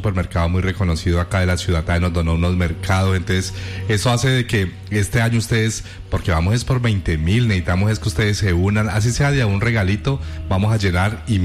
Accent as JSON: {"language": "Spanish", "region": "Valle del Cauca", "country": "Colombia", "said": "yo que soy súper vallecaucano, que soy súper regionalista"}